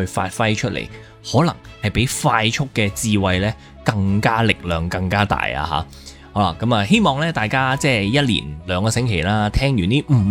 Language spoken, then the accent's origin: Cantonese; Hong Kong; 我们香港人